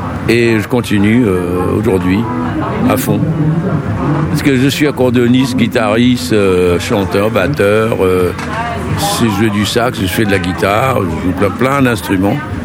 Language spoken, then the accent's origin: French; Réunion, France; musicien. Moi, je viens de l'île de la Réunion